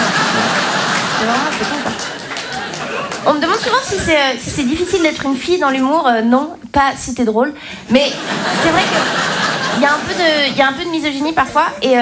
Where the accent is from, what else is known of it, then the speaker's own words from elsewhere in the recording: Romandy, Switzerland; Donc moi, je viens de Suisse romande. Chez moi, on parle français. Mais en même temps, on n'a pas la même psychologie que les Français.